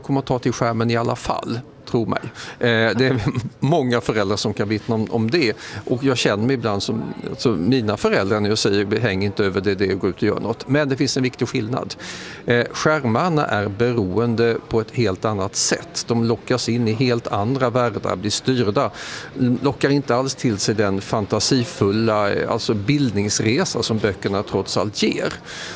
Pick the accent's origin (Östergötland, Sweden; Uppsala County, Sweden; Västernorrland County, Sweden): Uppsala County, Sweden; jag växte upp utanför Uppsala